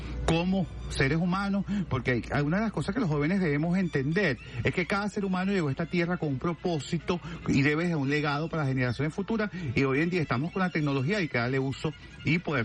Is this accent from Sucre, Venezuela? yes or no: yes; Sucre, Venezuela; como sucrense y como venezolano.